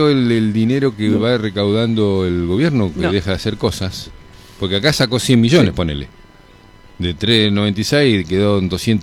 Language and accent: Spanish; Argentina; Para eso somos argentinos